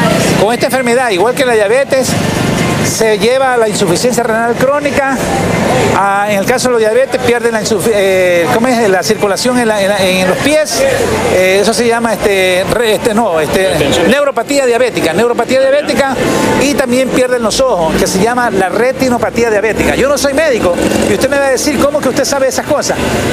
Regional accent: Manabí, Ecuador; now in El Empalme, Ecuador; yo soy manabita

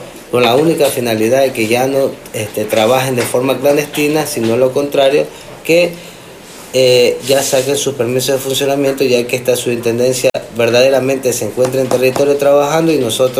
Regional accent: Quevedo, Los Ríos, Ecuador; mi ciudad Quevedo, que me ha visto crecer, me ha visto nacer

